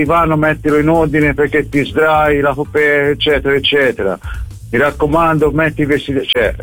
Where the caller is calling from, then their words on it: Bologna, Emilia-Romagna, Italy; Io sono di Bologna, quindi devo seguire tramite internet, tramite streaming